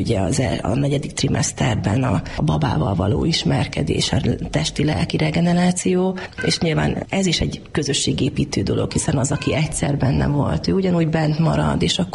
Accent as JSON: {"language": "Hungarian", "town": "Gyula", "region": "Békés", "country": "Hungary", "also_born_or_lived": "Budapest", "moved": "as an adult", "said": "a gyulai lét, ugye visszaköltözni, de gyula, hiszen én gyulai vagyok, azért az csak az elmúlt 5-6 évben történt meg"}